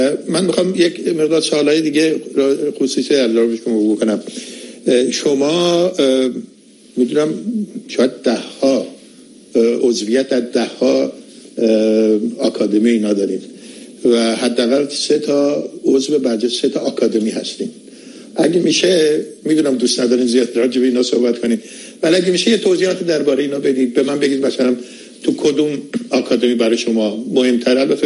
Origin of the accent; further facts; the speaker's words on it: Iran; واقعا داشتن همچین هموطنانی برای من به عنوان یک ایرانی باعث بسیار خیلی غرورآمیز و غرورانگیز.